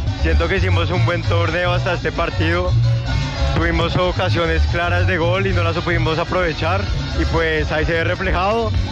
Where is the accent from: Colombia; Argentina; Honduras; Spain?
Colombia; Bogotá; La verdad, mi papá y yo venimos desde Bogotá, es la primera vez que venimos acá, y pues nada, muy buen ambiente, buena música, buena compañía, lástima que no se nos dio, pero pues buena experiencia y pues Barranquilla muy bonita.